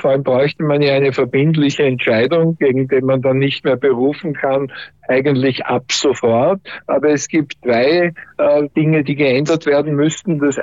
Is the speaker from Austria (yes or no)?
yes; Austria; Einerseits als Österreicher auf die Spiele der Österreicher und zweitens bin ich Spanien-Fan